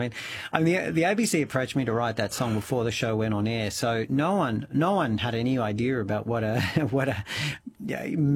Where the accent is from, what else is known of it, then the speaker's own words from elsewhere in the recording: Melbourne, Victoria, Australia; so I did that in my hometown of Melbourne, and I went back to the corner where I did so many of those shows 20 years ago